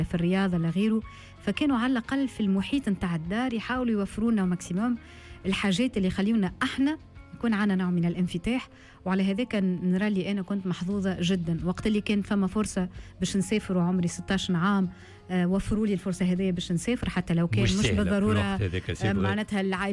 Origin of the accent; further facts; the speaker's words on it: Kairouan, Kairouan Governorate, Tunisia; أصيلة القيروان مولودة في القيروان